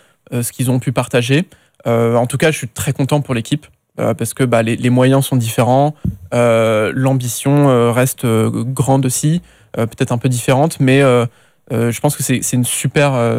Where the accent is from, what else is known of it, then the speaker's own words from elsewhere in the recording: France; il faut montrer son produit en tant que petit Français, en être fier et le porter avec son petit accent